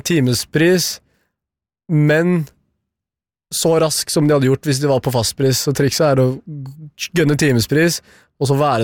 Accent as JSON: {"language": "Norwegian", "country": "Albania", "lives_now": "Norway", "said": "Jeg er jo albaner, så jeg har jo noe av det der hammerspikeren i meg, liksom."}